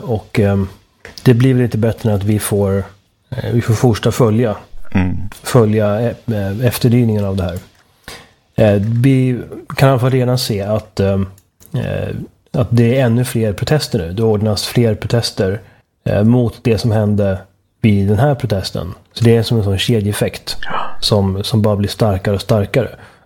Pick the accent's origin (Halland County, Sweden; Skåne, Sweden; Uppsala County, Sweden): Uppsala County, Sweden; Uppsala; Ja, en väldigt intressant kulturstrid från min hemstad. Min hemstad som blir svårare och svårare att känna stolthet och kärlek inför.